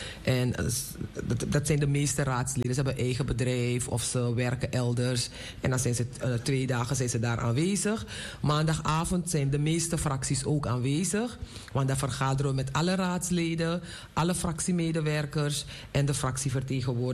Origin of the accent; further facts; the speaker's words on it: Suriname; moved away as an adult; now in Netherlands; Ik ben geboren en getogen in Suriname. Op mijn 24ste naar Nederland gekomen.